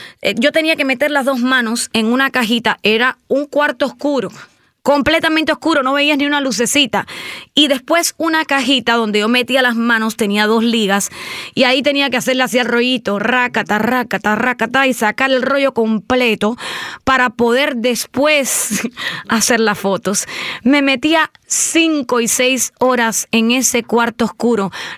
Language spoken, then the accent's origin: Spanish; Cuba; yo soy cubana